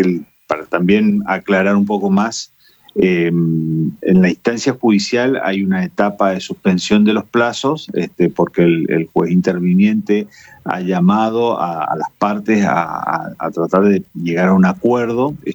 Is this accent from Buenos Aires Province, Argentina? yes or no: no; Corrientes, Argentina; En definitiva, somos los correntinos los que estamos soportando estos gastos cuando suceden algunas cuestiones.